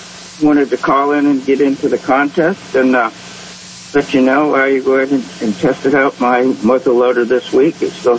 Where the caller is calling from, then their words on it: Ridgely, Maryland, United States; I'm from Ridgely here on the shore